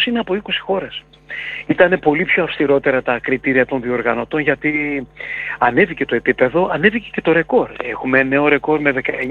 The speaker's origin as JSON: {"language": "Greek", "country": "Greece", "said": "αυτό το οικονομικό έφελος το εισπράττουμε και εμείς ως Έλληνες."}